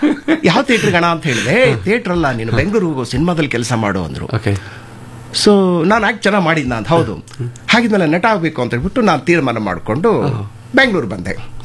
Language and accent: Kannada; Ballari district, Karnataka, India; accent: Ballari dialect; moved away; also born or lived in Hansabhavi, Hirekerur taluk / Bengaluru; ನಾನು ಓದಿದ್ದು ಹಿರೇಕೆರೆ ತಾಲೂಕು ಹಂಸಬಾವಿಯಲ್ಲಿ, ನಂದು ಜಿಲ್ಲೆ ಬಳ್ಳಾರಿ ಜಿಲ್ಲೆ, ತಾಯಿ ಗದಗನವರು. ಸೊ ಮನೆಯಲ್ಲಿ ತಾಯಿ ತಮ್ಮ ಭಾಷೆನೇ ಮಾತಾಡ್ತಿದ್ರು, ನಮ್ದು ಬಳ್ಳಾರಿ ಭಾಷೆ ತಮಗೂ ಗೊತ್ತಿರುತ್ತದೆ.